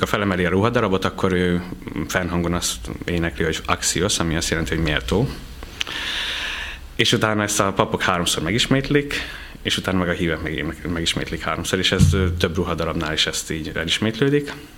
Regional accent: Nyíregyháza, Szabolcs-Szatmár-Bereg, Hungary; ott születtem, tehát Nyíregyháza Borbányán volt a diakónus szentelés

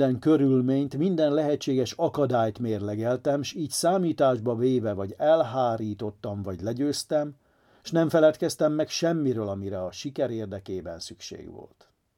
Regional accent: Hungary; Magyarként kell cselekednünk. Istenhez kiáltunk nemzetünkért, mert történelmünk viharai sok feladatot nem engedtek megoldani korábban.

